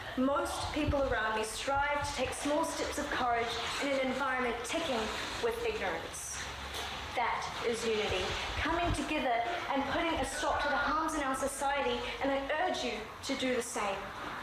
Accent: New Zealand; also born or lived in Sri Lanka; I was not born here. I was born in Sri Lanka. So the road I travel on has obstacles of migration. There always seemed to be a voice whispering in my ear, saying that I don't belong anywhere. I seem too Sri Lankan for New Zealand, but too Kiwi for Sri Lanka.

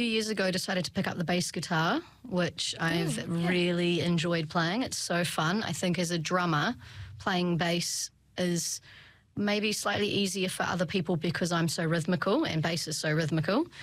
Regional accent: Christchurch, Canterbury, New Zealand; born and raised in Christchurch.

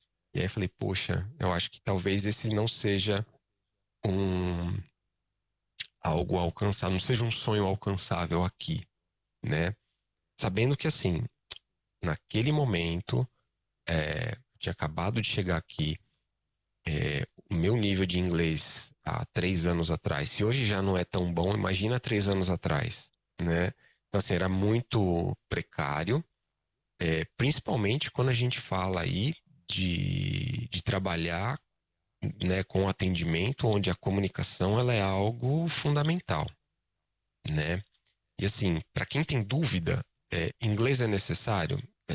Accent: Brazil; moved away as an adult; now in New Zealand; Nova Zelândia em julho de 2022, né, há quase 3 anos atrás. E desde quando a gente saiu do Brasil

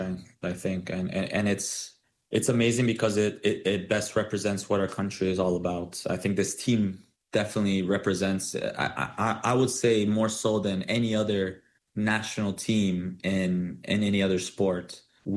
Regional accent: Brampton, Ontario, Canada; growing up in Brampton and playing, on the streets and at the schools and at the parks in that city.

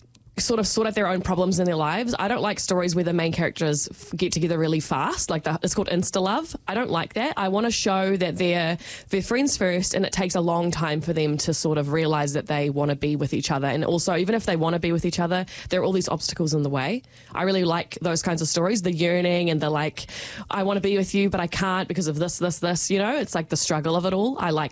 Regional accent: Kaitaia, Northland, New Zealand; moved away as an adult; also born or lived in Dunedin; So it was nice to be able to finally like write about Kaitaia and how I feel about Kaitaia and the move to Dunedin and how that felt. It's like so different because Kaitaia is such a small town and Dunedin's a big city in comparison.

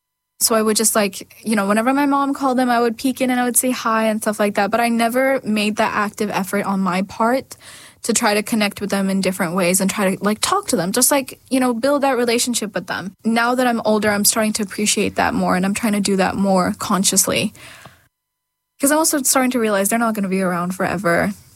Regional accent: India; born there; growing up in India

